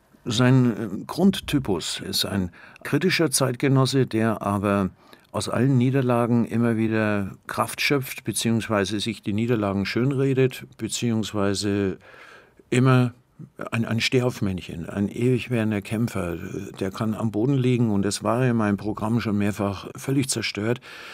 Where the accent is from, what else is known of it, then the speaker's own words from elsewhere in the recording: Bavaria, Germany; accent: Franconian; meiner Heimat, meinem Dialekt nicht verweigern und habe gleichzeitig auch Fränkisch gesprochen. Also ich kann im Grunde genommen kann ich beides.